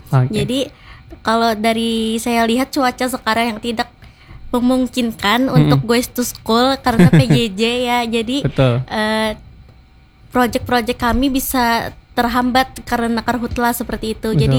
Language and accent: Indonesian; Banjarmasin, South Kalimantan, Indonesia; kita sebagai warga Banjarmasin.